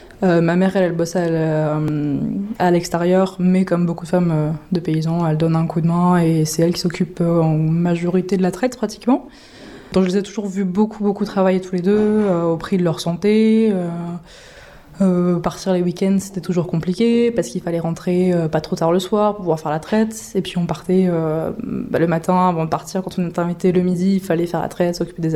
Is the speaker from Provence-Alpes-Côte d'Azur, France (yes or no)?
no; Grand Est, France; j'ai 22 ans. Je viens d'Alsace, un petit peu au sud de Strasbourg, où je suis née, où j'ai grandi